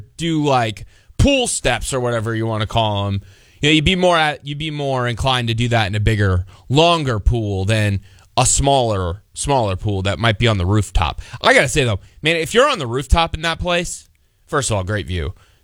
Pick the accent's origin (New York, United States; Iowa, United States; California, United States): Iowa, United States; Where are you guys from? We're from Iowa.